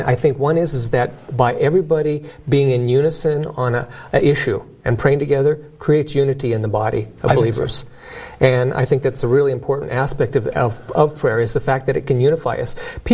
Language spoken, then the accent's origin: English; St. Maries, Idaho, United States; it turned out that I told him I was from St. Mary's, Idaho.